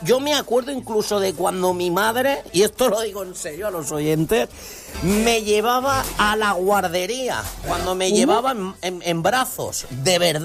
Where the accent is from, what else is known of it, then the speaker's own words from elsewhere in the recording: Barcelona, Catalonia, Spain; yo soy de Barcelona